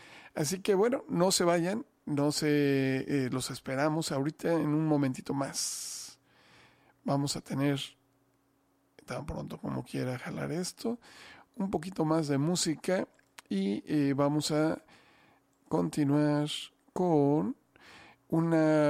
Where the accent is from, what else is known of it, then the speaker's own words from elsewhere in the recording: Mexico; como mexicano de origen